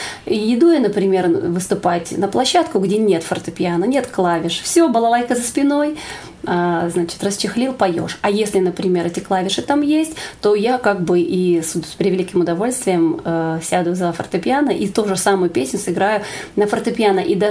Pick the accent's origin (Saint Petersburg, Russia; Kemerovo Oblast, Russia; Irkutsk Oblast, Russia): Irkutsk Oblast, Russia; Irkutsk; moved away as an adult; now in Central Russia; Я родилась в городе Иркутске, в Иркутской области. Там я жила, получала образование, начальное образование, музыкальное образование.